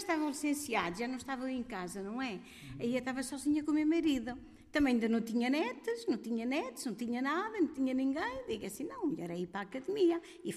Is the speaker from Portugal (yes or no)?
yes; São Vicente da Beira, Centro, Portugal; now in Fundão, Portugal; sou de São Vicente da Beira e já vivo no Fundão há 52 anos.